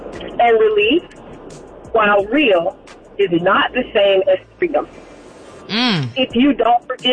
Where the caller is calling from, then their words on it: Georgia, United States; I'm calling from Georgia.